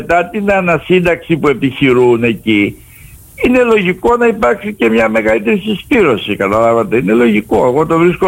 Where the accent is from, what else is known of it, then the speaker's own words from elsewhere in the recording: Zakynthos, Ionian Islands, Greece; για μένα έχει συναισθηματική σημασία γιατί είμαι από τη Ζάκυνθο.